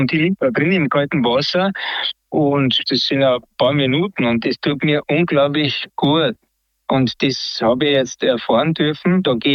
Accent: Styria, Austria; born there; now in Klagenfurt, Austria; in Klagenfurt zu Hause, geboren in der Steiermark, ja, in Kürze 67 Jahre jung.

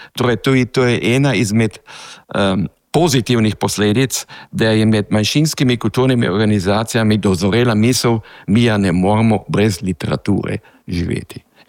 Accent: Carinthia, Austria; Koroški Slovenci pa seveda tega nismo čutili

